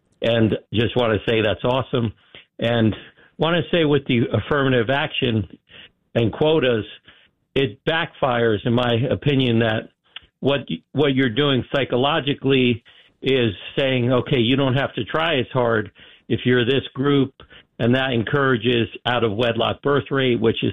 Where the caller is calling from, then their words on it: New Jersey, United States; I'm from New Jersey, and I'm not Jewish.